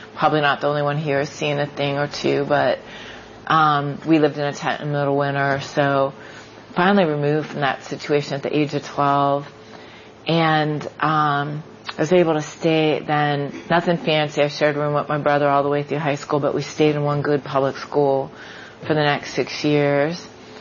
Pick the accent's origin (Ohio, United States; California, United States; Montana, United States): Ohio, United States; Youngstown; I am an Ohio girl through and through. I grew up in Youngstown, Ohio, and my grandfather came here like a lot of folks from Europe to escape persecution, ended up in Youngstown in the steel mills.